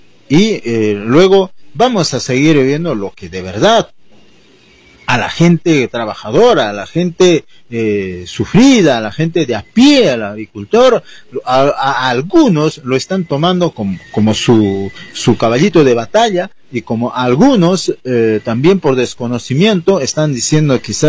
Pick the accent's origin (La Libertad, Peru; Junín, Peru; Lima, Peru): Junín, Peru; Ricrán district, Jauja province; moved away; yo soy del distrito de Arricrán, de su anexo Tambillo, así se llama el lugar de donde yo he procedido